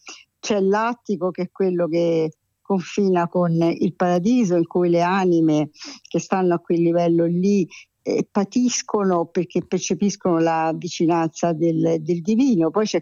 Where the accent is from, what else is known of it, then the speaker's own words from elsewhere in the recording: Umbria, Italy; born there; io sono nata in Umbria, che è la terra per eccellenza dei mistici.